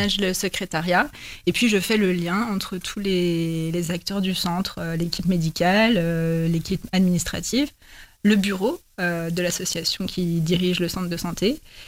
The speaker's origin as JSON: {"language": "French", "town": "Crépy-en-Valois", "region": "Hauts-de-France", "country": "France", "tie": "born or raised there", "said": "Et lorsque j'ai eu un enfant, j'ai eu envie de revenir vivre dans ma ville natale, en fait, Crépien-Valois."}